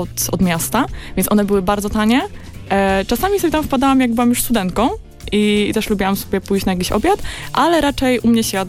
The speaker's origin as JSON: {"language": "Polish", "town": "Wrocław", "region": "Lower Silesian Voivodeship", "country": "Poland", "said": "jestem z Wrocławia, nie z Warszawy, pomimo mojego nickname'u"}